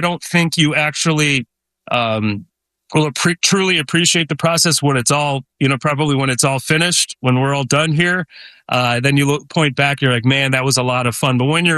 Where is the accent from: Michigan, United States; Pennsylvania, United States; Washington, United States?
Michigan, United States; Detroit; You know, I grew up in Detroit, and, you know, I'm a Lions fan.